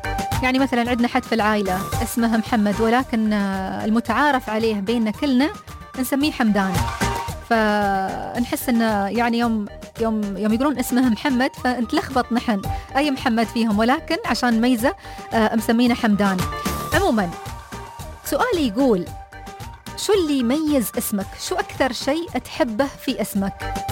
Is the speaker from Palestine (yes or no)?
no; United Arab Emirates; واعتقد موجود إذا ما قلنا في كل البيوت ولكن في أغلب البيوت عندنا في الإمارات.